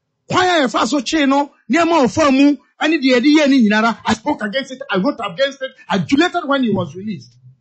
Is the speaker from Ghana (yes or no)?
yes; Ghana; Not in the shades or shadows of either party. But as a Ghanaian.